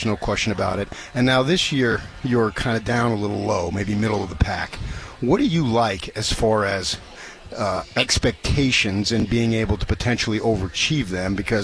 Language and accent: English; Phoenix, Arizona, United States; I grew up in Phoenix.